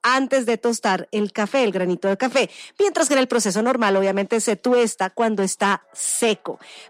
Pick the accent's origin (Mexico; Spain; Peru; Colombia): Colombia; Sí les fallo como colombiana